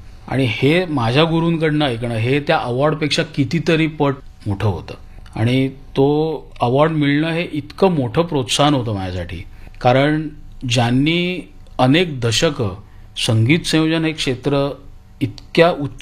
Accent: Maharashtra, India; म्हणजे मी मराठी भाषिक आहे पण मला उद्या जर बंगाली गाणं वाजवायचं असेल त्याचं नोटेशन जर समोर असेल तर ते मी वाजवू शकतो

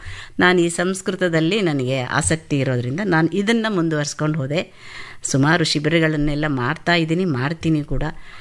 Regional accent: Hampi, Karnataka, India; moved away as an adult; now in Belagavi, India; ಬಳ್ಳಾರಿ ಜಿಲ್ಲೆ ಹಂಪೆಯಲ್ಲೇ ನಾವು ಹುಟ್ಟಿದ್ದು ಬೆಳೆದಿದ್ದು ಎಲ್ಲಾನು.

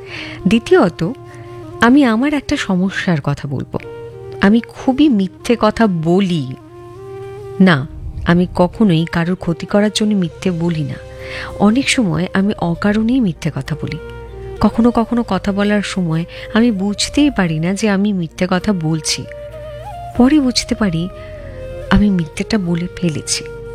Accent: Krishnanagar, West Bengal, India; now in Kolkata, India; যেহেতু আমার বাড়ি কৃষ্ণনগরে, তাই কাছে অবস্থিত নবদ্বীপে আমি প্রায়ই ঘুরতে যাই।

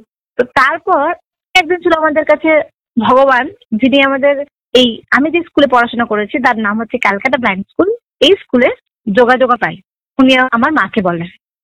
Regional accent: Panihati, West Bengal, India; born there; also born or lived in Kolkata; আমার বাড়ি হচ্ছে সত্যপুর পানিহাটি। যখন আমি জন্মগ্রহণ করেছিলাম তখন আমার বাড়ি ওটা ছিল, ফ্যামিলি ছিল জয়েন্ট ফ্যামিলি।

